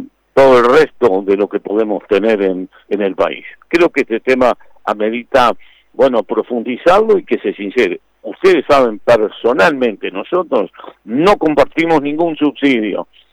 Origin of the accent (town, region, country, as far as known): Uruguay